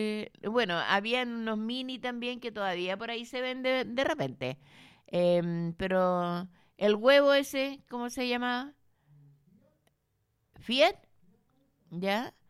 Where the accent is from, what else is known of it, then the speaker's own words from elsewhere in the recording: Chile; now in Colchagua Province, Chile; ¿Cómo somos los chilenos?